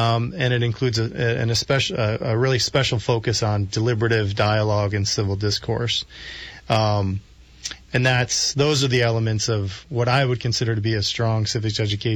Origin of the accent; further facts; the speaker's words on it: New York, United States; I grew up in New York State.